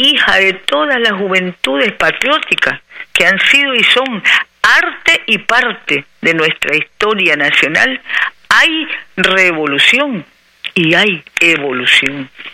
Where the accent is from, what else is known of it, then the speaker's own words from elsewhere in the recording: Nicaragua; cuánto orgullo el nuestro de ser verdaderos nicaragüenses patrióticos